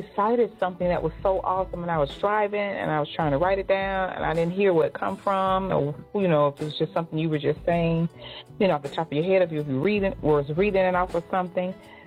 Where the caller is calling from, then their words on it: Indianapolis, Indiana, United States; I'm from Indianapolis, Indiana, and I'm just listening at your radio show.